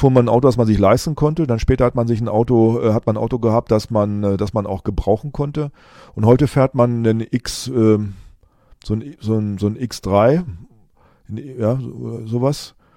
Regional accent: Rinteln, Lower Saxony, Germany; Auch da in meiner alten Heimatgemeinde in Rinteln, da fahren jetzt alle SUVs.

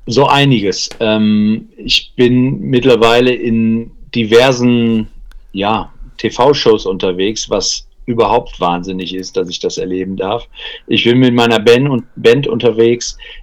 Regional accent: Cologne, North Rhine-Westphalia, Germany; kommt aus Köln. Der Mann mit dem Hut, würde ich sagen. Ich bin ein Rheinländer, eine Frohnatur.

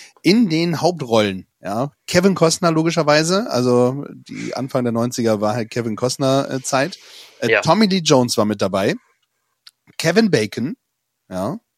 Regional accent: Bremen, Germany; Ja, also ein großartiger Bremer auch. Und aus meiner Heimat.

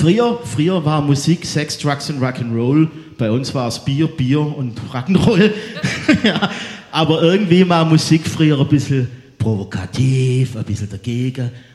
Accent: Sulzbach, Germany; Und jetzt gehen wir nach Sulzbach, wo ich aufgewachsen bin.

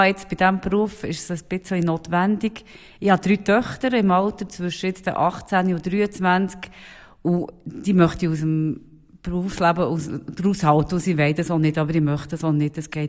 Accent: Thun, Bern, Switzerland; Also ich bin hier im Lerchenfeld aufgewachsen, in finanziell einfachen Verhältnissen.

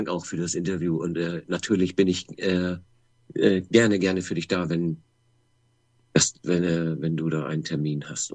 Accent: Hamburg, Germany; born there; Tatsächlich gebürtige Hamburger.

